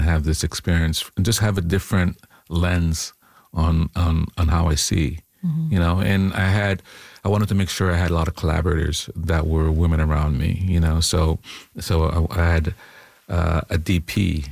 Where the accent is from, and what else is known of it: Jamaica; born there